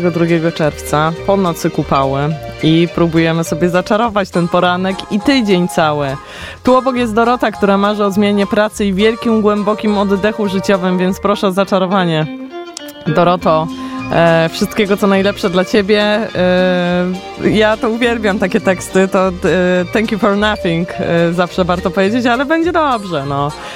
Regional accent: Nowy Sącz, Lesser Poland, Poland; Jestem z Nowego Sącza, gdzie sporo regionalizmów się używa

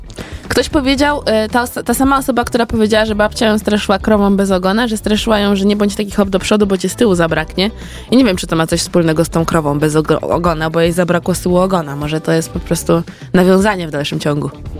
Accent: Warsaw, Masovian Voivodeship, Poland; Bo jestem z Żoliborza całe życie.

